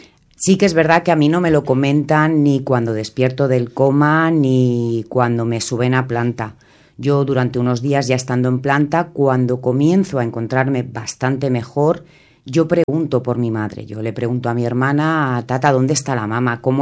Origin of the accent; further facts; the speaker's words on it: Montornès del Vallès, Catalonia, Spain; Y Montornés, ¿qué ha significado para mí? ¿Qué significa? Pues es mi pueblo. Yo me crié aquí, nací aquí, me casé aquí, tuve mis hijos aquí, trabajaba en Montornés, o sea, es mi pueblo